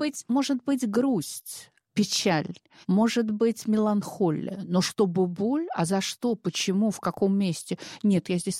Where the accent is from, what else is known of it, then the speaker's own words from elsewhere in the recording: Russia; also born or lived in France; я ровно год как вернулась из Франции в родной город